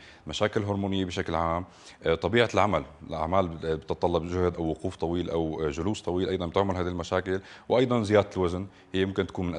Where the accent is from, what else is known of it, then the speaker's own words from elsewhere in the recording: Syria; ونحن عنا سوريين